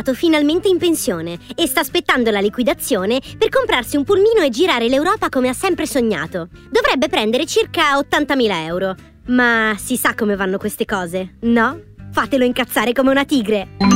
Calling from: Sabaudia, Lazio, Italy; da Savaudia

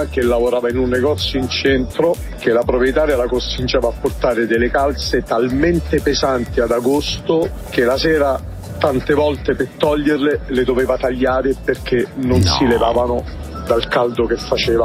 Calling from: Rome, Lazio, Italy

